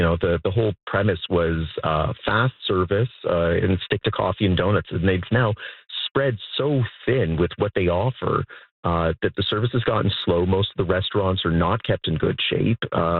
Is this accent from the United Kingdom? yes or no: no; Canada